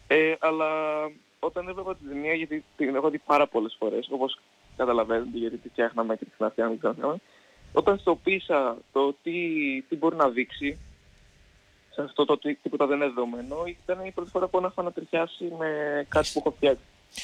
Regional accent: Greece; στο χωριό μου εδώ πέρα στις Καλλικές

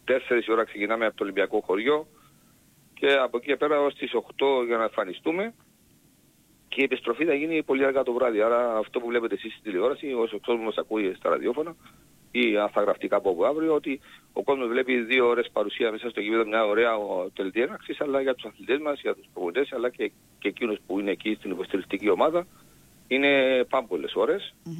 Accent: Cyprus; το λέω και είμαι περήφανος σαν Κύπριος πολίτης

